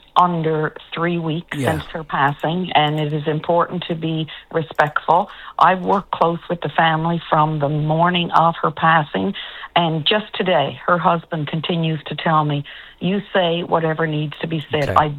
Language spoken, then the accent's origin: English; Charlottetown, Newfoundland and Labrador, Canada; my hometown of Charlottetown, and her family lives just one house behind me here in Charlottetown